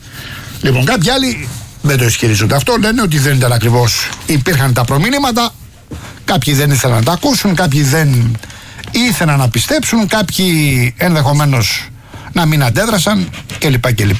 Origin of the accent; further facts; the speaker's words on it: Rafina, Attica, Greece; Εδώ στο Λεκανοπέδιο 14 ο Βενιζέλος, 19 στη Ραφίνα την πατρίδα μου.